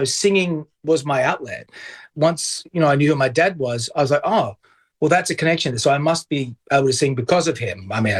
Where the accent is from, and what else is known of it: Australia; moved away as an adult